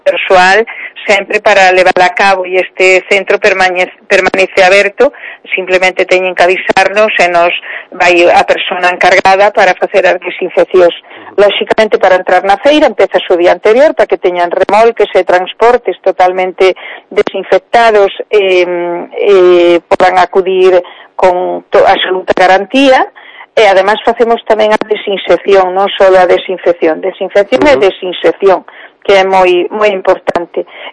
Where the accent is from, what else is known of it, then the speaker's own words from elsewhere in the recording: Monforte de Lemos, Galicia, Spain; a mí me pasa, eu que son de Monforte, hai xente que me dice